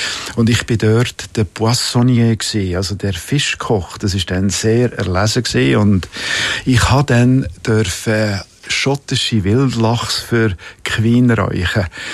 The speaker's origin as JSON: {"language": "German", "region": "Bern", "country": "Switzerland", "said": "Und dann habe ich angefangen zu pröbeln und bin auch zum Käser im Emmental, wo ich herkomme, Weltmeister dreifachen in Fritzenhaus."}